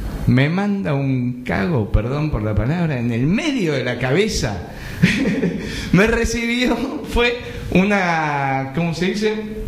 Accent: Buenos Aires, Argentina; also born or lived in Acasuso, Argentina; me había criado todo y había crecido y viví toda la vida en Capital, o si bien nací también en Acasuso, Acasuso es un hermoso barrio de zona norte con mucho verde

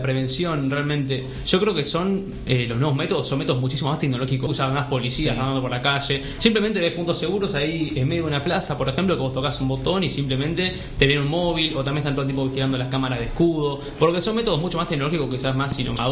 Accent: Vicente López, Buenos Aires Province, Argentina; nosotros como somos de Vicente López

